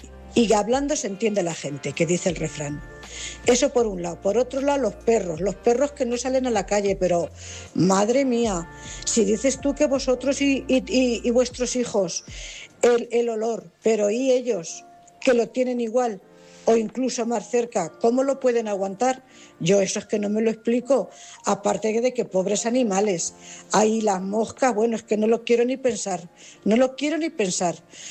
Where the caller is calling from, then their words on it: Cuenca, Castilla-La Mancha, Spain; Buenas noches … corresponsal de Cuenca.